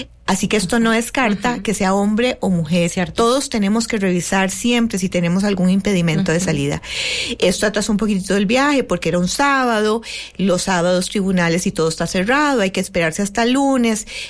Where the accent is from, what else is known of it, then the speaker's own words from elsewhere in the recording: Costa Rica; A Europa, como ticos, como costarricenses, no ocupamos